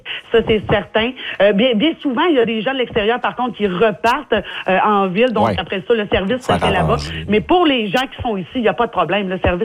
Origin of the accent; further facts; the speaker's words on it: Quebec, Canada; chez nous, en Haute-Côte-Nord.